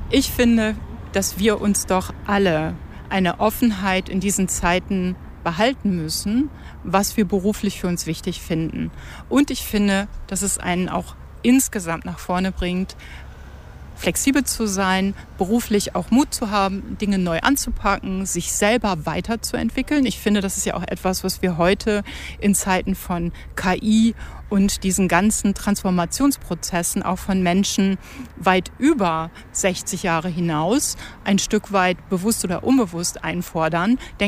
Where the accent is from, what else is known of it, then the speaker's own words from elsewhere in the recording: Niederlangen, Lower Saxony, Germany; moved away as an adult; now in Papenburg, Germany; Als gebürtige Niederlangnerin kenne ich die Mentalität in dieser Gegend. Ich bin grenznah groß geworden.